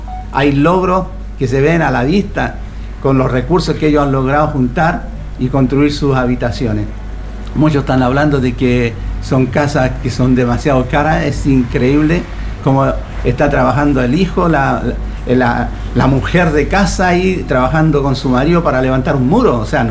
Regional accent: Chile; Yo soy chileno

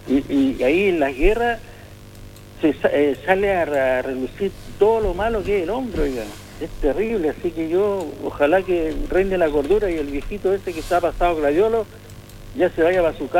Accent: Iquique, Tarapacá, Chile; yo soy chileno

